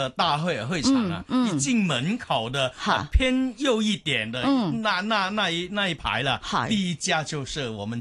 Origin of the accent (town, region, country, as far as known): Hong Kong